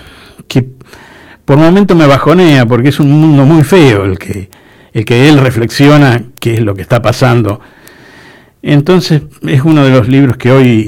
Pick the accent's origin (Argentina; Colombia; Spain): Argentina; Patagonia; also born or lived in Buenos Aires; yo me doy cuenta que soy patagónico